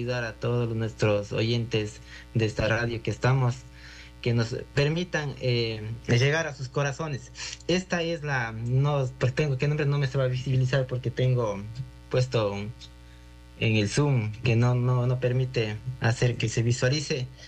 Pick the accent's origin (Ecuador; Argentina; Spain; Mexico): Ecuador; como todo un ecuatoriano, es puntuales, a muy tarde, está empezando a las 8 de la noche el evento. Entonces, la costumbre no se ha perdido los ecuatorianos. Citamos una hora y llegamos bien puntuales.